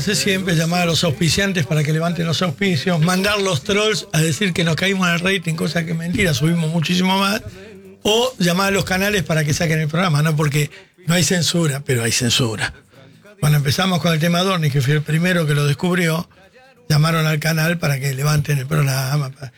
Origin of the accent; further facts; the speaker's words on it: Argentina; soy argentino